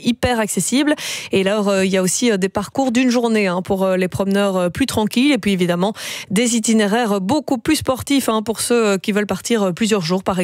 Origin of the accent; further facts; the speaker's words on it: Belgium; On est belge